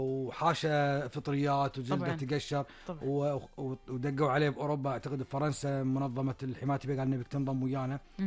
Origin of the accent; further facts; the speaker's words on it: Kuwait; عندنا بالكويت